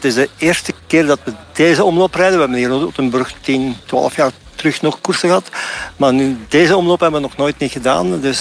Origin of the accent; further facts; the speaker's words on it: Nieuwrode, Flemish Brabant, Belgium; born there; Dan vrijdag zitten we in Betekom op het parcours van vorig jaar dat over Nieuwrode gaat, mijn geboortedorp.